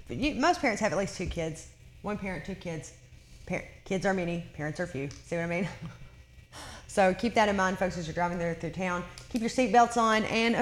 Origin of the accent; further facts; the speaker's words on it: Dunlap, United States; We grew up in Dunlap, you know, and so we're very, very, very accustomed to the yard sale